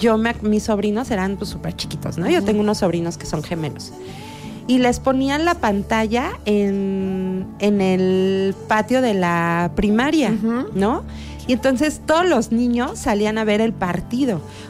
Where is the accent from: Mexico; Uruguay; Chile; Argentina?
Mexico; como mexicanos tenemos un montón de valores